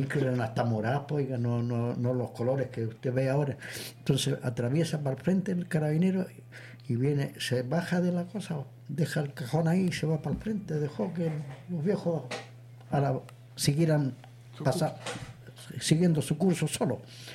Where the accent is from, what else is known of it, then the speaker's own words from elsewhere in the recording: Chile; como buen chileno, he tenido mucha cueva en mi vida.